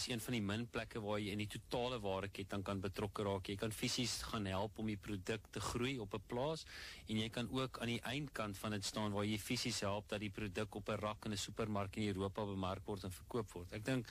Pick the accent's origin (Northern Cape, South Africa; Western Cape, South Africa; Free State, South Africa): Free State, South Africa; Virginia; Ek het groot geword in die Vrystaat, Noord-Vrystaat, meer spesifiek klein myndorpie, eintlik Virginia, maar daar was klomp mielieboerdery in die omgewing.